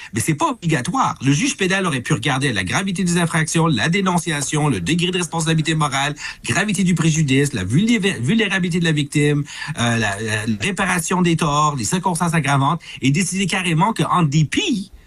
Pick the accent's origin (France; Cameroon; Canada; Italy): Canada; Quebec; nous sommes Québécois et Canadiens